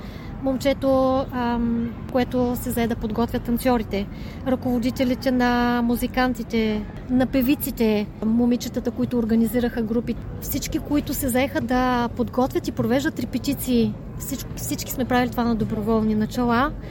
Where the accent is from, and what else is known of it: Gorna Oryahovitsa, Veliko Tarnovo Province, Bulgaria; born or raised there; now in Vienna, Austria